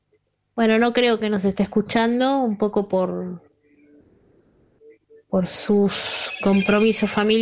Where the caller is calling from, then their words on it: Buenos Aires, Argentina; de Caballito.